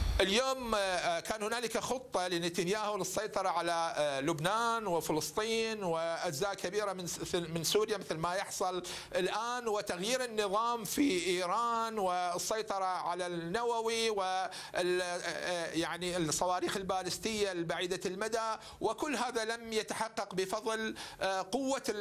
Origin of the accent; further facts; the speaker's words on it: Iraq; يعني أنا عراقي لا أتحدث عن إيران، ليس المتحدث باسم الجمهورية الإيرانية، أنا عراقي